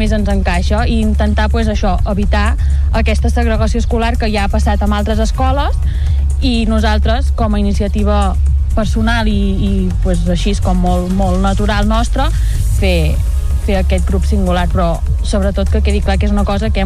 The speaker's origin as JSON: {"language": "Catalan", "town": "Manlleu", "region": "Catalonia", "country": "Spain", "said": "Som famílies de Manlleu, coneixem el context que hi ha a Manlleu i tenim fills que han de començar l'escola aquest any"}